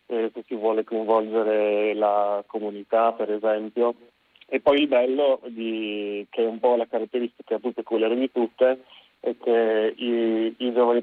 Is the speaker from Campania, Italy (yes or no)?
no; Friuli-Venezia Giulia, Italy; moved away as an adult; sono sempre stato fuori regione, sono friulano, dopo la fine delle superiori sono stato parecchio in giro